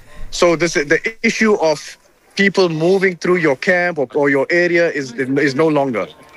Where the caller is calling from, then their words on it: Durban, KwaZulu-Natal, South Africa; I'm from Durban